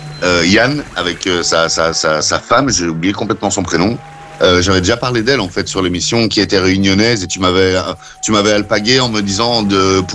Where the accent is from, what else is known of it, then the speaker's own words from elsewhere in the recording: Belgium; je suis belge